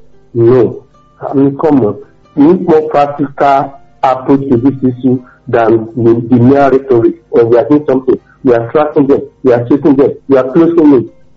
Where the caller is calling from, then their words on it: Nigeria; I'm calling from Awosa.